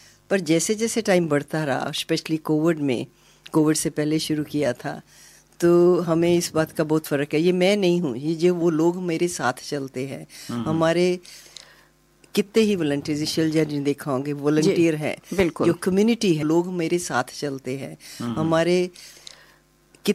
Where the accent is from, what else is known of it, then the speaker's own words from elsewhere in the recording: Chandigarh, India; moved away as an adult; now in Sydney, Australia; मैं चंडीगढ़ से आई थी तो हमारे पास तो मास्टर्स ऑनर्स में है